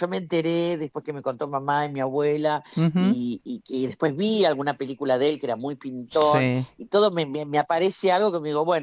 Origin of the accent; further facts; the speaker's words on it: Miramar, Buenos Aires Province, Argentina; also born or lived in Mar del Plata; Y yo tengo un amor por Miramar tremendamente profundo.